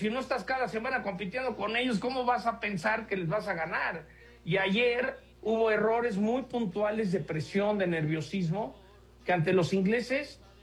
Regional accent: Mexico; aquí estamos, estos somos los mexicanos

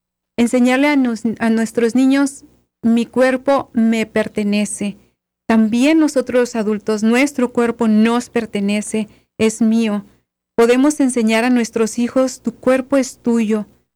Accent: Mexico; como estas cosas que regularmente nosotros como latinos o como mexicanos tendemos a hacerlos.

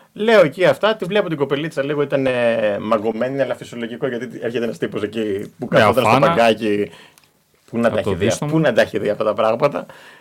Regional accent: Distomo, Central Greece, Greece; Εμείς οι διστομίτες

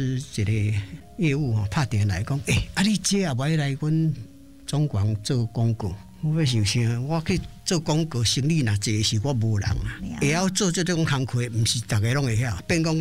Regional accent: Yilan County, Taiwan; now in Hualien, Taiwan; 我是宜兰人。

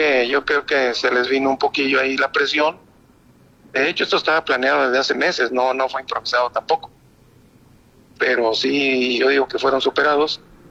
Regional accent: Durango, Mexico; somos duranguenses y hay que estar pendiente con el equipo de Durango, equipo de casa

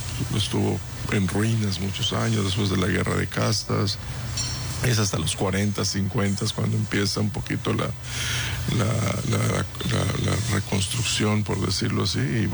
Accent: Valladolid, Yucatán, Mexico; somos vallisoletanos siempre muy, muy orgullosos.

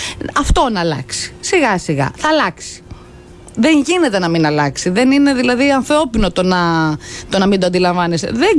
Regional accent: Western Greece, Greece; moved away; κάτω στο χωριό μου, την Ηλία

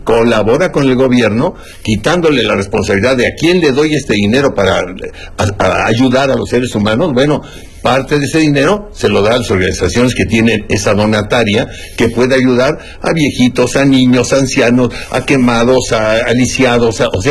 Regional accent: Mexico City, Mexico; born there; Yo nací en la Lagunilla, por eso lo menciono.

